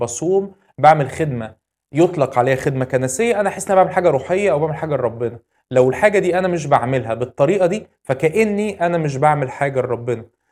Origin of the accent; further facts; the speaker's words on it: Egypt; اعتقد حصل جوانا من سنين طويلة، مش بس كمصريين او كعرب، لكن في كل العالم